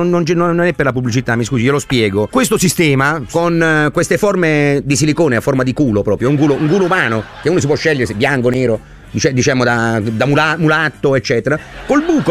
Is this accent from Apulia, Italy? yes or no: yes; Apulia, Italy; io sono meridionale, sono pugliese